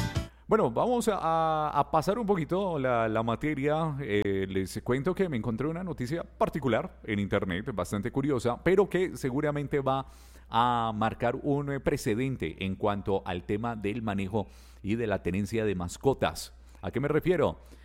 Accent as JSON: {"language": "Spanish", "town": "Pereira", "region": "Risaralda", "country": "Colombia", "said": "Y así somos los pereiranos."}